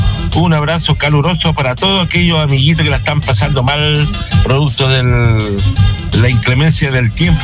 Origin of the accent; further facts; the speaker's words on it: Coquimbo, Chile; para la gente de la cuarta región, de donde soy oriundo, o hediondo, como dicen algunos.